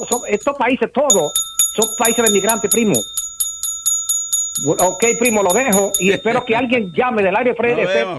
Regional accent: Dominican Republic; moved away

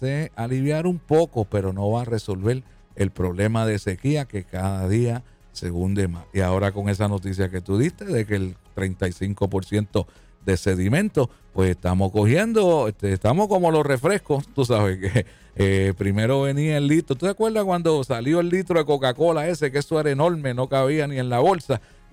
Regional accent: Puerto Rico; nosotros somos boricuas

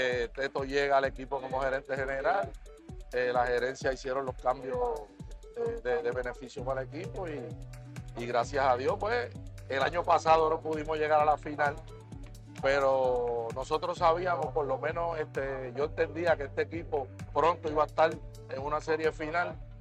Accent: Guayama, Puerto Rico; born or raised there

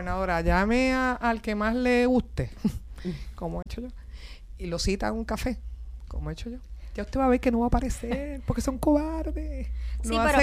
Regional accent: Bayamón, Puerto Rico; que estudié en la Luis Palen Mato en Bayamón y me crié en Bayamón, sí, en los vaqueros de Bayamón y nací en los indios, así que imagínese, vengo indio y vaquera.

